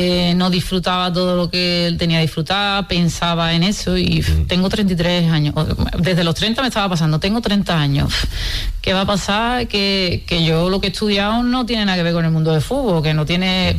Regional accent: Coria del Río, Andalusia, Spain; also born or lived in Tomares; now in San Juan de Aznalfarache, Spain; yo siempre obviamente llevo a Coria por bandera porque me siento coreana, aunque actualmente viva en San Juan y llevo varios años viviendo aquí en San Juan y vivió también en Tomares

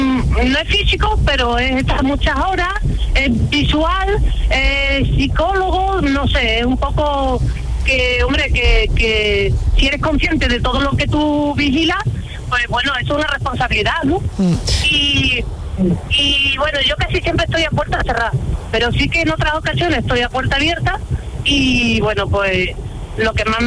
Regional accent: Peñarroya-Pueblonuevo, Andalusia, Spain; Pues soy de Peñarroya, por lo nuevo.

